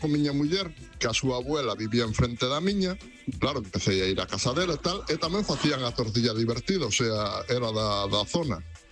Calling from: Vigo, Galicia, Spain

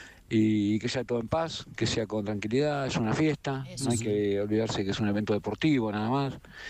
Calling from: Argentina; Si somos futboleros los argentinos, somos muy futboleros los argentinos

